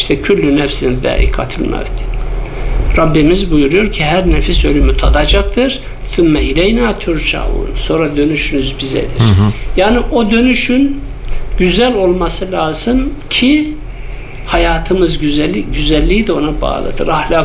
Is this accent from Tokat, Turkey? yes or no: no; Afyonkarahisar, Turkey; Biz de Osmanlı torunları olarak, Afyonlular olarak hatta